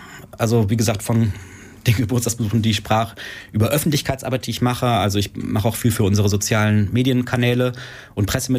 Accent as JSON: {"language": "German", "town": "Nordhorn", "region": "Lower Saxony", "country": "Germany", "tie": "born there", "said": "Meine Eltern kommen beide aus Hessen. Ich bin aber hier in Nordhorn geboren. Die sind kurz zuvor hierher gezogen, Mitte der 80er."}